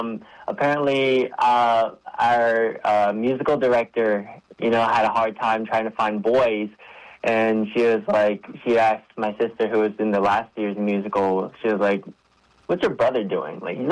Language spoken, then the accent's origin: English; New Jersey, United States; they moved here when I was a, they moved here before I was born, and we grew up in New Jersey. So it was nice growing up in a household that had, you know, speaking language, Japanese.